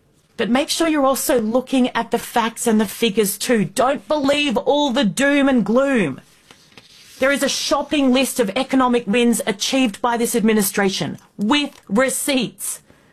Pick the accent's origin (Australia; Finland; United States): Australia; Yes, I'm an Aussie. I need you at the top of your game, or my country's screwed.